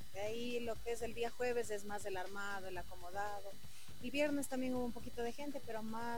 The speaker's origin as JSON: {"language": "Spanish", "town": "Atuntaqui", "region": "Imbabura", "country": "Ecuador", "said": "Yo soy de Atuntaqui, vengo para acá, es bonito, es bien tranquilo."}